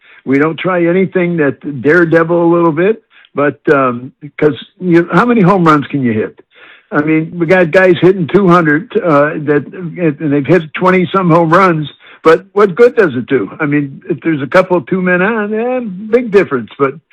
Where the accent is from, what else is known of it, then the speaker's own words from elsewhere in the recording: Chicago, Illinois, United States; And I'm born and raised in Chicago, so I can say that. And in fact, I'm 10 minutes from the ballpark is where I was born.